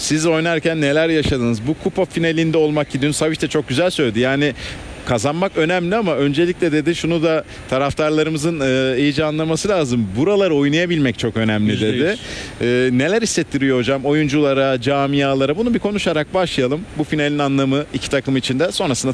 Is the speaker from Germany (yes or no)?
no; Antalya, Turkey; Tabii bilmeyenler varsa Antalyalıyım ben.